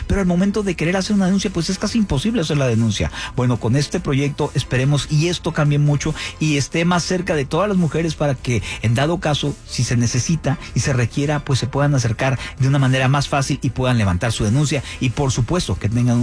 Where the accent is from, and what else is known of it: Mexico